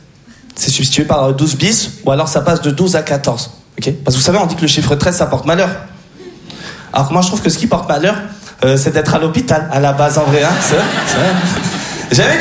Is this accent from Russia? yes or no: no; France; j'ai 28 ans, d'accord ? Je suis français d'origine tunisienne.